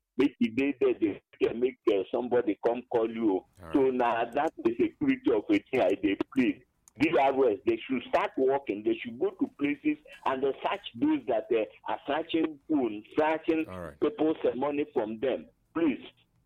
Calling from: Enugu, Enugu State, Nigeria; my beloved brother, and I'm calling from Babanike Enugu this morning

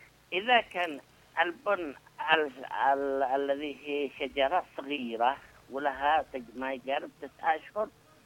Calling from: Saada Governorate, Yemen

